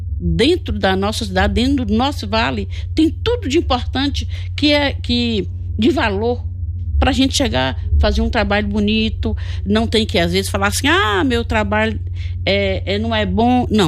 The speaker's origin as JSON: {"language": "Portuguese", "town": "Jequitinhonha", "region": "Minas Gerais", "country": "Brazil", "said": "Falei, sou de Jequitinhonha, você é do Vale? Eu falei, é do Vale, mas dentro do Vale tem uma cidade que chama Jequitinhonha, que é o coração do Vale. Eu sou de lá e essas coisas são tudo lá."}